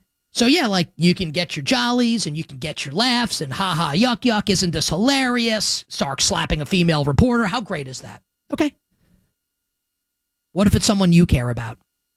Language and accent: English; New York City, New York, United States; born or raised there